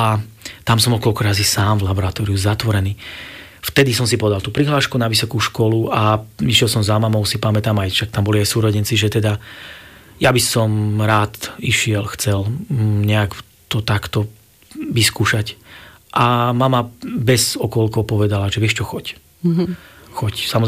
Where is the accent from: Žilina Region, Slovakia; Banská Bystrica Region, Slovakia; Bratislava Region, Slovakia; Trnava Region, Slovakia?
Banská Bystrica Region, Slovakia; Banská Štiavnica; Ja som bol zvyknutý z Banskej Štiavnice, z Intráku dole. To bolo x kilometrov ísť hore do školy pešo každý deň.